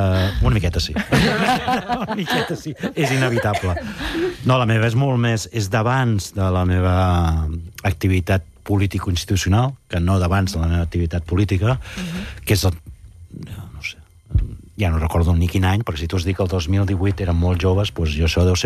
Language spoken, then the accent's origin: Catalan; Sabadell, Catalonia, Spain; l'oficina de reclutament de Sabadell, que era d'on soc i on vivia aquell moment